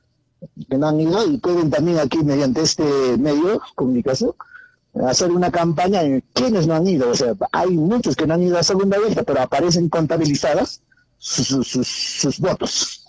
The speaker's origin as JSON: {"language": "Spanish", "country": "Peru", "said": "Entonces nosotros como peruanos no podemos aceptar, ¿no?"}